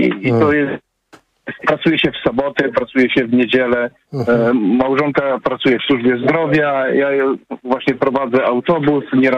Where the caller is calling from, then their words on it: Germany; mieszkam w Niemczech